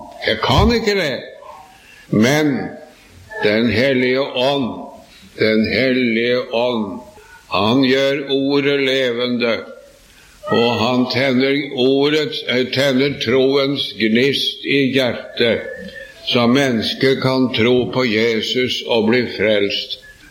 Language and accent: Norwegian; Sarpsborg, Østfold, Norway; born there; jeg minnes da ifra min aller første tid jeg gikk i ungdomsforeningen hjemme i Sarpsborg